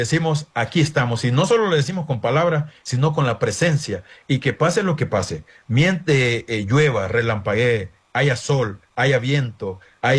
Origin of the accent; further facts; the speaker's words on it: Iriona, Colón, Honduras; que yo nací allá en Iriona, desde ahí donde mi mamá me enseñó a sembrar yuca, a sembrar coco.